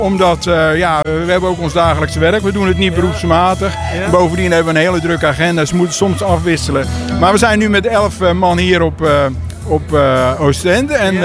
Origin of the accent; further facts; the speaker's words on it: Netherlands; En onze band heet … Ja. We komen van Holland, of uit Nederland.